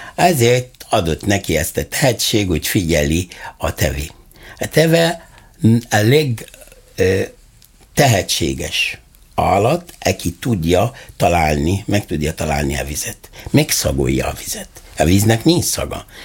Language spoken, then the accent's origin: Hungarian; Egypt; Hungarian is a second language; moved away as an adult; now in Hungary; egyiptomi vagyok